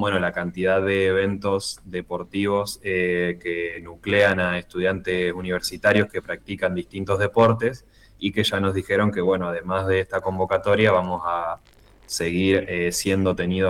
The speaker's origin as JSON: {"language": "Spanish", "town": "Paraná", "region": "Entre Ríos", "country": "Argentina", "said": "Yo soy de Paraná"}